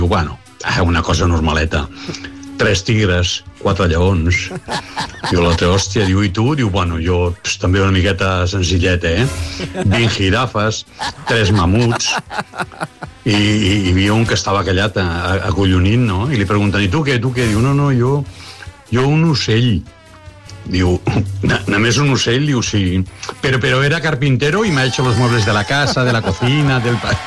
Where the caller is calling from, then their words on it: Cerdanyola del Vallès, Catalonia, Spain; de Cerdanyola.